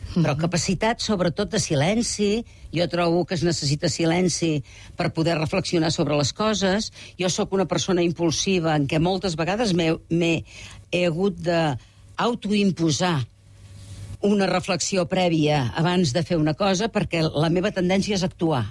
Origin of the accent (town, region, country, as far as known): L'Argentera, Catalonia, Spain; born there; first language Catalan